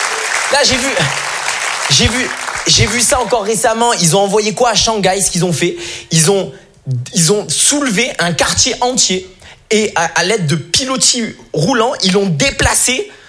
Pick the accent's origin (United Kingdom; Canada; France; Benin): France; born there; also born or lived in Germany; je suis né en Allemagne, voilà. Et là-bas, tu peux choisir entre le nom du père et le nom de la mère. Ma mère, française, elle savait que j'allais être éduquée en France.